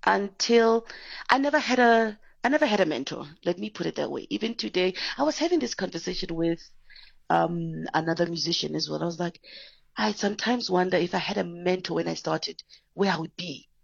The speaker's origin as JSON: {"language": "English", "town": "Mahikeng", "region": "North West", "country": "South Africa", "tie": "born or raised there", "said": "I'm from Mafikeng"}